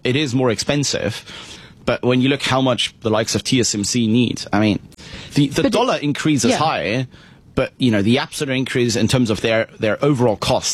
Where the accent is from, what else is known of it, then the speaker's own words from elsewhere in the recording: Germany; English is a second language; moved away as an adult; now in United Kingdom; I come from Germany. The German, let's say, when these sorts of things happen in Germany, they happen behind closed doors. I remember when I came to the UK first 13 years ago